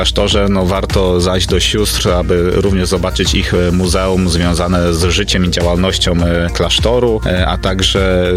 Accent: Trzebnica, Lower Silesian Voivodeship, Poland

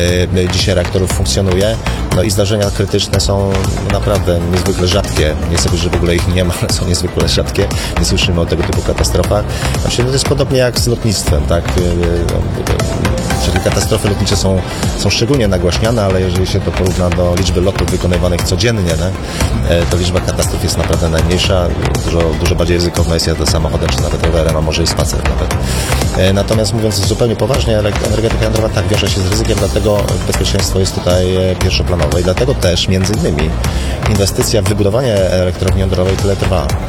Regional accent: Pomeranian Voivodeship, Poland; Nie urodziłem się w Gdańsku, ale jestem z Pomorza i doceniam walory tej części Polski.

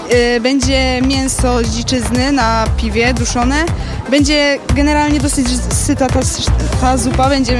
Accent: Grubno, Kuyavian-Pomeranian Voivodeship, Poland; Z Grubna.

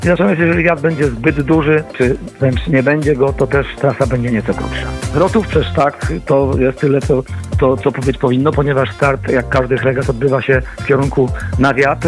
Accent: Koszalin, West Pomeranian Voivodeship, Poland; Ja z Koszalina z okna widzę jezioro Jamno, Państwo pewnie w większości też.

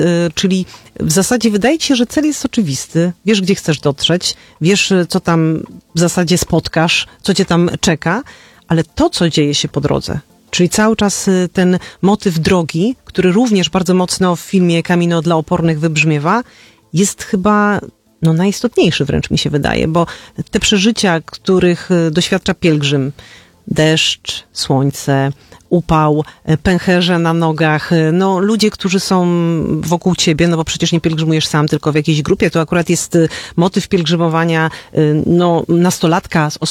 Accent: Częstochowa, Silesian Voivodeship, Poland; Ja tak o te Częstochowe pytam nie bez kozery, bo jestem sama częstochowianką

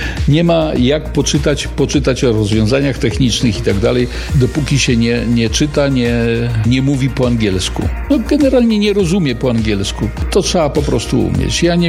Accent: Biała Podlaska, Lublin Voivodeship, Poland; znalazł, że my z Białej Podlaskiej

